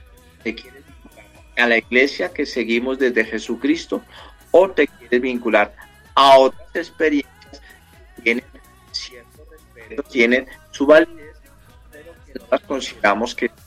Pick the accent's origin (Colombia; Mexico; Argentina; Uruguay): Colombia; Por eso antes de comprar una Biblia, como somos colombianos, a veces nosotros compramos es por precio, ¿no?